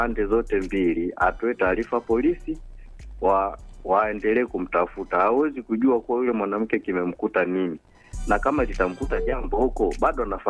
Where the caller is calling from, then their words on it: Tanzania; Hii ni sauti ya … hapa Kipaduka.